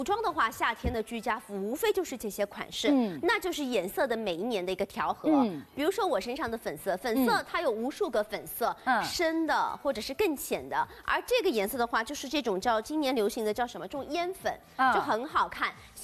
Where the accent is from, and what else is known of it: Shanghai, China